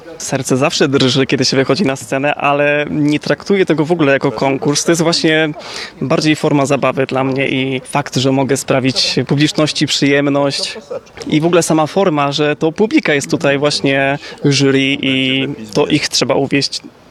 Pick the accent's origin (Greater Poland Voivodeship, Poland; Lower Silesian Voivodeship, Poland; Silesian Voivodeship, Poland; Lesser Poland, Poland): Lesser Poland, Poland; now in Łódź, Poland; pochodzę spod Krakowa, na co dzień mieszkam w Łodzi.